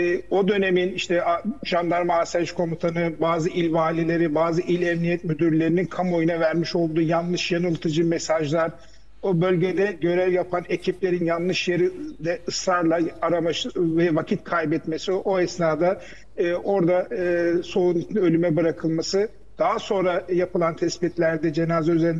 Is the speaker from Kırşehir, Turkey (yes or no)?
yes; Kaman, Kırşehir, Turkey; Şimdi ben aslen Kırşehirliyim, Kırşehir Kamanlıyım. Dolayısıyla Anadolu insanı, hepimiz birbirimizi tutarız iyi kötü.